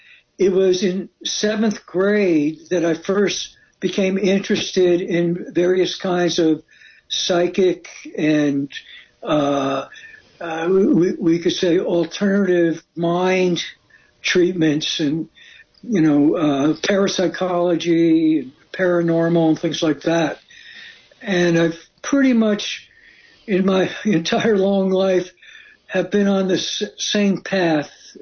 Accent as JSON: {"language": "English", "region": "New Jersey", "country": "United States", "tie": "born or raised there", "said": "No, I grew up in New Jersey."}